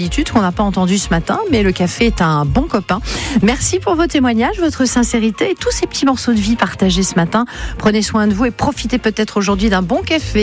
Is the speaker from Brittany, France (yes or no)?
no; Hauts-de-France, France; Moi, j'ai vécu tout ça dans mon enfance, hein, dans le Nord.